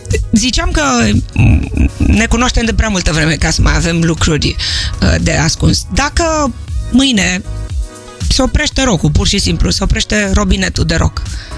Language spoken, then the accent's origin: Romanian; Bucharest, Romania; born there; eu am născut în București, locuiesc în București